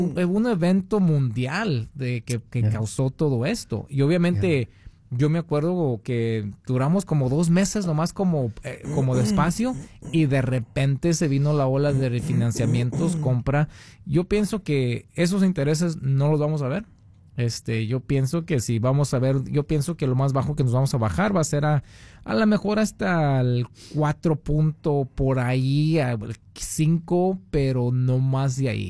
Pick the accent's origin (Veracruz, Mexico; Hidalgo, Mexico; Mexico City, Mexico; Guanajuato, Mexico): Guanajuato, Mexico; Jaral del Progreso; Yo soy de ahí. Soy de cerca de, está cerca de Celaya, Guanajuato.